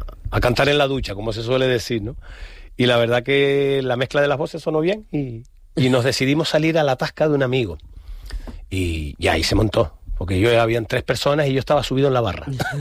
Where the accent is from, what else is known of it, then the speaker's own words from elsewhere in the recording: Santa Cruz de Tenerife, Canary Islands, Spain; now in El Médano, Spain; en Chimisay, que yo soy Chimisay, y siempre lo llevo por bandera, que soy de Ofra, de Chimisay.